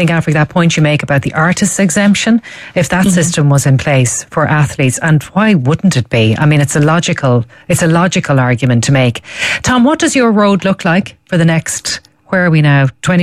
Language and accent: English; Ireland; As Irish people